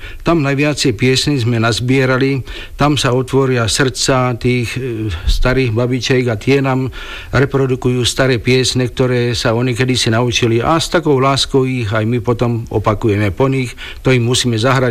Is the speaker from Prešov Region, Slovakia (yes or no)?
no; Drietoma, Trenčín Region, Slovakia; u nás v Drietome